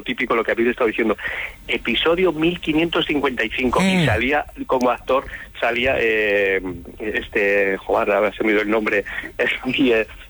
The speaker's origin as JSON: {"language": "Spanish", "region": "Castile and León", "country": "Spain", "lives_now": "Alcalá, Spain", "said": "Mira, estoy en Alcalá, es un culebrón ya en sí, pero yo soy de Tortores de Guevara, de Burgos, y te mando un saludo de nuestra tierrilla."}